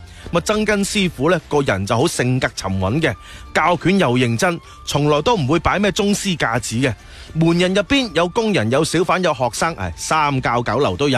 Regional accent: Foshan, Guangdong, China

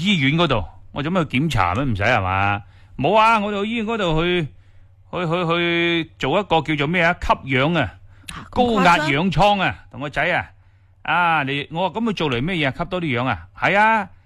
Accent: Guangdong, China; 我哋广东人

